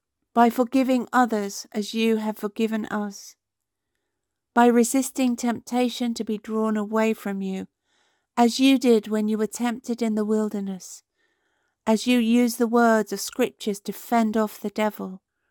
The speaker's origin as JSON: {"language": "English", "region": "East of England", "country": "United Kingdom", "said": "I'm from Cambridgeshire."}